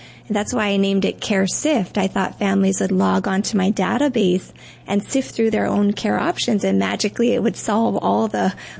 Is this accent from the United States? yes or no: yes; Kaneohe, Hawaii, United States; I am proud to say that I'm from Kaneohe, Windward Side